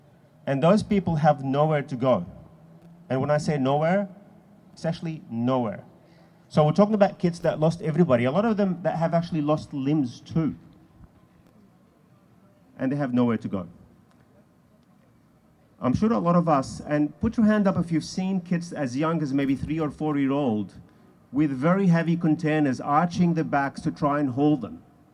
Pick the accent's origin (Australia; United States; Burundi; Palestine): Palestine; unceded and stolen exactly like where I come from Palestine.